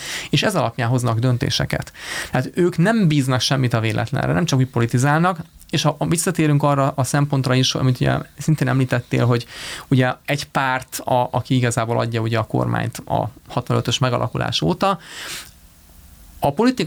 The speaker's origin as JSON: {"language": "Hungarian", "country": "Hungary", "said": "most ilyen magyarként másképp gondolkodunk, mint szingapúriként"}